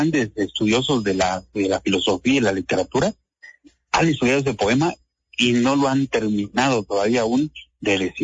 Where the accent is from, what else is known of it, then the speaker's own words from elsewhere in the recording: Comitán de Domínguez, Chiapas, Mexico; los propios comitecos